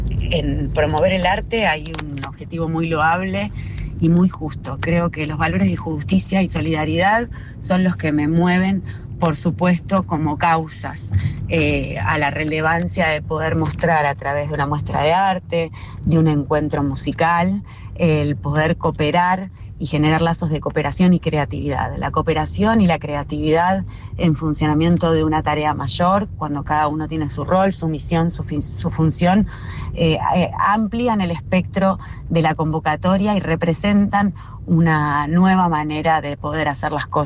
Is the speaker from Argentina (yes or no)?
yes; Argentina; yo soy una mujer argentina de 45 años